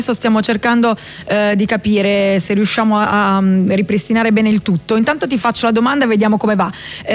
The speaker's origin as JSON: {"language": "Italian", "town": "Bologna", "region": "Emilia-Romagna", "country": "Italy", "said": "io sono di Bologna"}